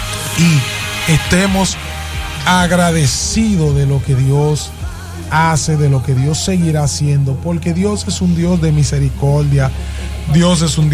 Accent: Dominican Republic

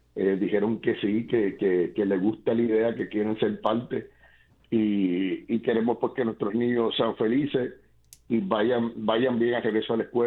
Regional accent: Puerto Rico; cosas que debemos hacer como puertorriqueños

